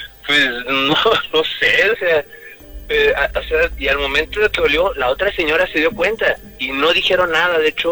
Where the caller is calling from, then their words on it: Guadalajara, Jalisco, Mexico; De Guanatos.